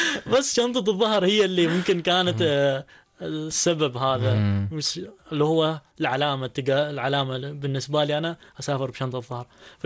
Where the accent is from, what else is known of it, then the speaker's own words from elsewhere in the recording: Manah, Ad Dakhiliyah, Oman; born there; انا من سلطنه عمان. وش قاعد تسوي؟ سياحه يعني. بعدين شويه من الارتباك سالني وين مولود، قلت له في نزوه منح